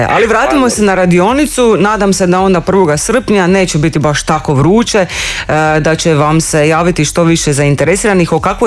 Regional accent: Split-Dalmatia County, Croatia; s obzirom na to da dolazim iz Cetinske krajine

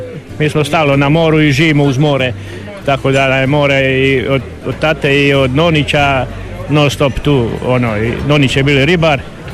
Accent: Selce, Primorje-Gorski Kotar County, Croatia; Mi smo tamo sa Kvarnera iz Selca, predstavljamo Jedričac klub Selce

